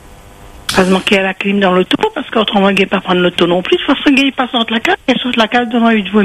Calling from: Pays de la Loire, France; je suis de Vendée, moi, 85.

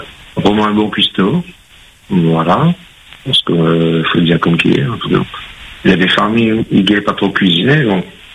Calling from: Saint-Joseph, Réunion; J'habite sur Saint-Joseph. Après, j'ai 47 ans.

